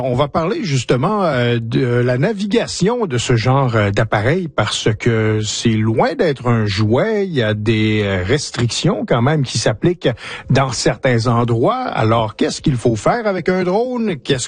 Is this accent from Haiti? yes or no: no; Acadia, Canada; chez nous, en Acadie